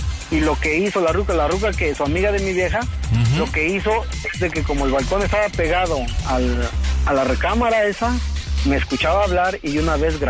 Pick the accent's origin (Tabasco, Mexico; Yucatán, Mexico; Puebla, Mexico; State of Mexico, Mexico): State of Mexico, Mexico; Toluca; Él trabajaba en la Ciudad de México, nosotros somos de Toluca.